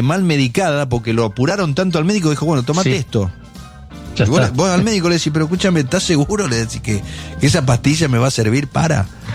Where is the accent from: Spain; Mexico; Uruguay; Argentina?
Argentina; Somos argentinos